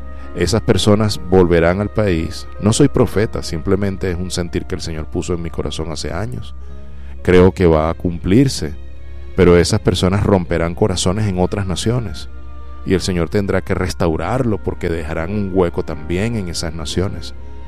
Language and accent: Spanish; Venezuela; Yo sí creo que el Señor está haciendo eso en mi tierra maravillosa, en mi país.